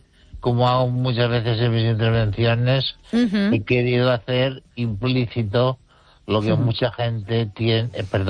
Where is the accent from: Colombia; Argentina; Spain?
Spain; soy un español que razona, no se olvide